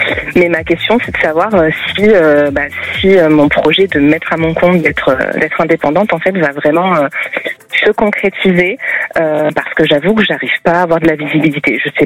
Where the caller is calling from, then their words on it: Bayonne, Nouvelle-Aquitaine, France; De Bayonne.